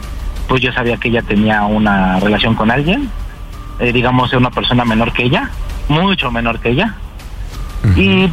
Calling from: Iztapalapa, Mexico City, Mexico; tengo 31 años y soy de Iztapalapa.

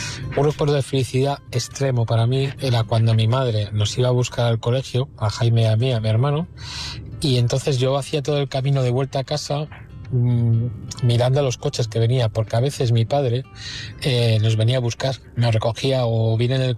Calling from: Madrid, Community of Madrid, Spain; de Madrid.

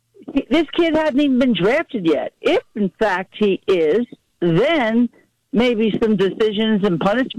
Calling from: Baltimore, Maryland, United States; I'm calling from Ravens Nation in Baltimore.

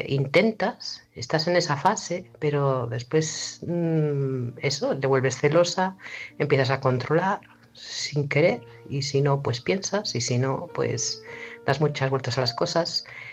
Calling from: Barcelona, Catalonia, Spain; de Barcelona.

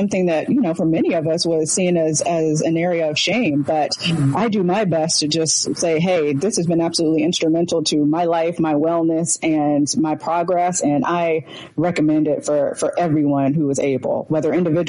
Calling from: Baltimore, Maryland, United States; I am calling in from Baltimore, Maryland.

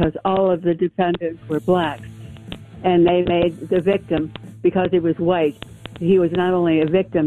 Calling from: Cincinnati, Ohio, United States; I live outside of Cincinnati.

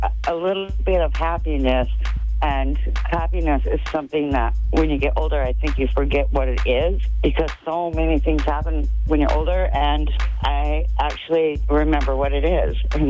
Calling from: Apple Valley, Utah, United States; Well, right now I'm in Apple Valley, Utah, but I live in West Jordan.

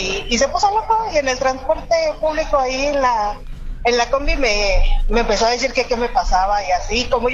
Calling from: Naucalpan, State of Mexico, Mexico; soy de aquí de Naucalpan.

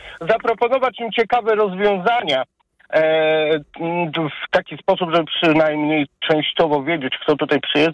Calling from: Warsaw, Masovian Voivodeship, Poland; Jestem z Warszawy i od prawie roku pracuję na aplikacjach.

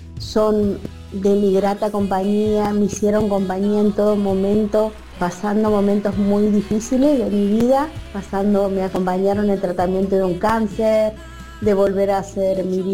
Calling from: Don Torcuato, Buenos Aires Province, Argentina; soy de Don Torcuato

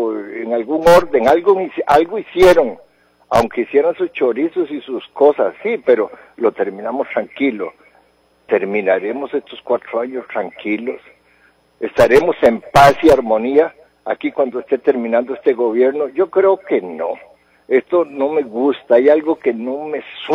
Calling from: Costa Rica; Esto es Costa Rica, somos ticos.

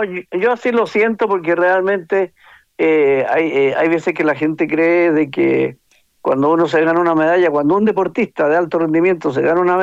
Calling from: Santiago, Santiago Metropolitan Region, Chile; Yo estoy en mi casa, que es San Carlos Apoquindo.

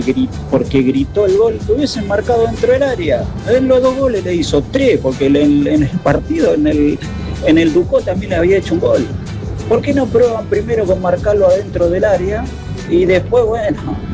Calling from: Villa Dormida, Córdoba, Argentina; de Villa Dormida, hincha de los Andes.

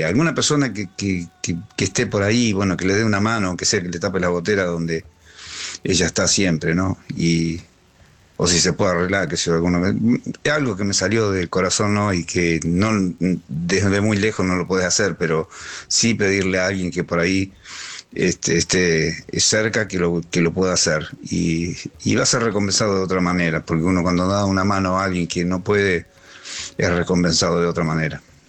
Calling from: Puerto Madryn, Chubut, Argentina; Buenas noches … de Puerto Madryn.

